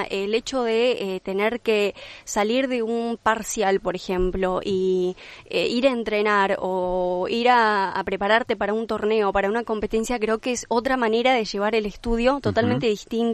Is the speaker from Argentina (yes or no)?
yes; Cerrito, Entre Ríos, Argentina; Yo soy de Cerrito